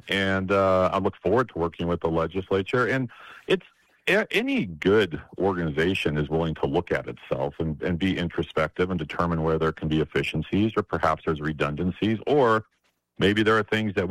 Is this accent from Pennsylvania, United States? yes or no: no; Rock Springs, Wyoming, United States; Yeah, I'm originally from Rock Springs, so I know the western side of the state and love it. And I grew up in Rock Springs, graduated from Rock Springs High School in 1992